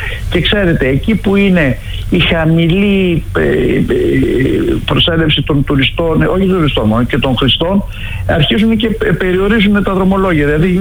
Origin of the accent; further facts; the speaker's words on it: Greece; εμείς σαν Έλληνες